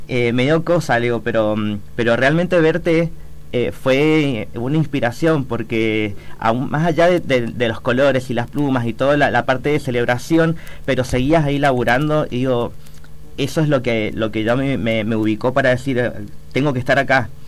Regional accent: Mendoza, Argentina; somos de Mendoza, obviamente

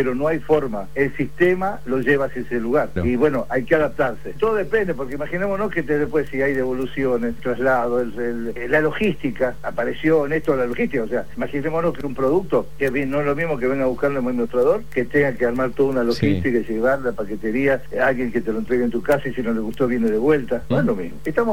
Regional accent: Rosario, Santa Fe, Argentina; yo soy de Rosario, provincia de Rosario, provincia de Santa Fe, que es una provincia multiproductiva

